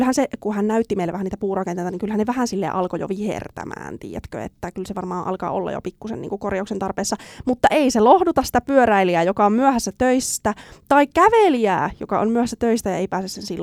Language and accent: Finnish; Liperi, North Karelia, Finland; niin kuin onneksi itse en lapsena ole asunut Joensuussa, koska tämmöinen vaaratilanne oli saattanut käydä, että Liperissä kun olen kasvanut